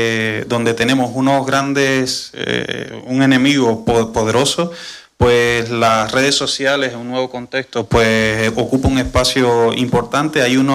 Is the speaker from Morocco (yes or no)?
no; Cuba; Yo soy ingeniero formado en Cuba y por eso me gustan tanto los números.